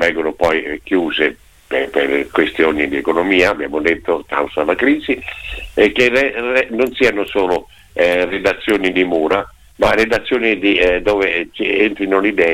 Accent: Perugia, Umbria, Italy; Sempre in mezzo io, che non sono di Macerata ma sono di Perugia.

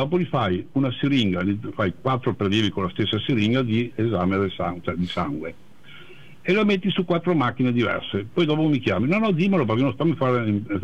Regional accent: Veneto, Italy; siamo veneti

